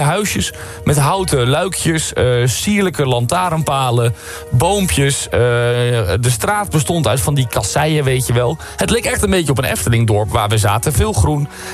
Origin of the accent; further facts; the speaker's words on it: Utrecht, Netherlands; Zelf kom ik uit Utrecht.